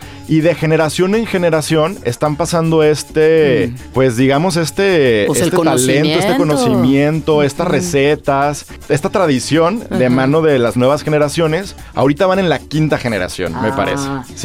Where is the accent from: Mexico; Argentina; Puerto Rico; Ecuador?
Mexico